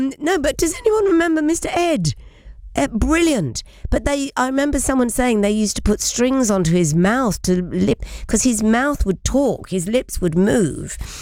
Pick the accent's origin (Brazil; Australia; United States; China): Australia; now in United Kingdom; Now, I grew up in Australia.